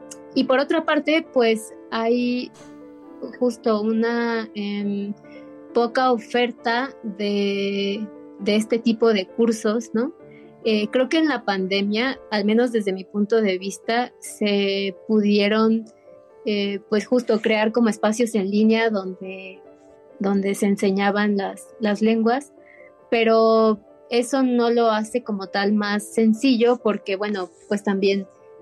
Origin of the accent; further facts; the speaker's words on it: Mexico; esto es algo que mucha gente que somos personas mexicanas no sabemos esto